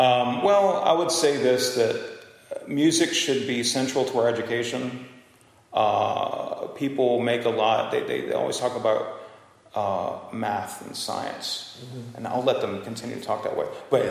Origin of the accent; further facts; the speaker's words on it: New Orleans, Louisiana, United States; I'm from here. I'm from New Orleans.